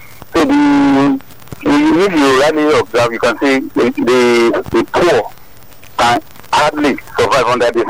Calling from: Lagos, Nigeria; I'm calling from Adimosha.

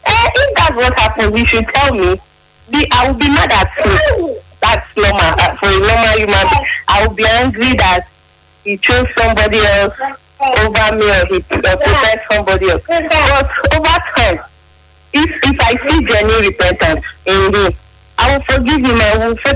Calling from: Benin City, Edo, Nigeria; I'm calling from Idogbo Bypass.

